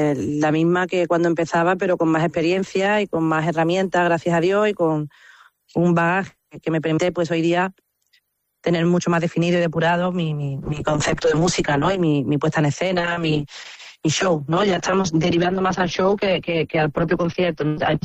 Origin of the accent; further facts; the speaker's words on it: Andalusia, Spain; prácticamente estamos en Andalucía. Y mira, tocar en mi tierra